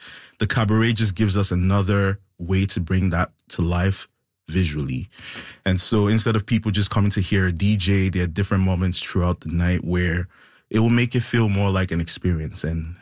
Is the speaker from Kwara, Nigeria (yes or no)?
no; Lagos, Nigeria; Growing up in Lagos, Nigeria, there's so much talent out there